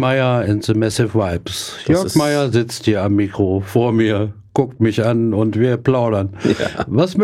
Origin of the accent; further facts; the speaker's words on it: Düsseldorf, North Rhine-Westphalia, Germany; moved away; Ich bin in Düsseldorf aufgewachsen, aber wohne jetzt schon.